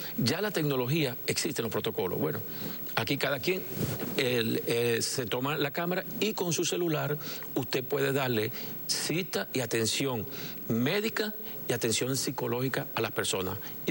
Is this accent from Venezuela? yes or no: yes; Venezuela; hemos sido los venezolanos. Nosotros somos hijos de Dios y de Bolívar